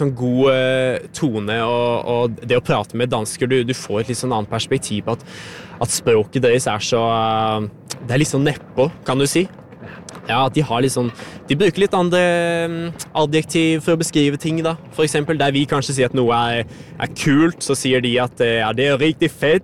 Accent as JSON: {"language": "Norwegian", "town": "Risør", "region": "Agder", "country": "Norway", "said": "Nei, jeg kommer fra Risør da. Det den fineste byen på Sørlandet, tenker jeg."}